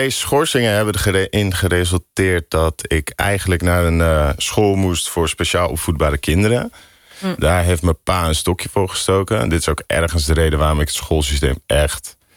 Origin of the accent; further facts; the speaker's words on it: Alkmaar, North Holland, Netherlands; Ik ben geboren in Alkmaar, Kaasstadje. In de Bloemwijk, waar ook de sloot zit. Echt wel heel leuk om op te groeien.